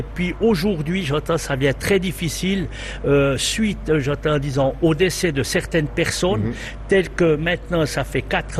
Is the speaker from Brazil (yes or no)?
no; Péry, Bern, Switzerland; Non, je suis de Péry.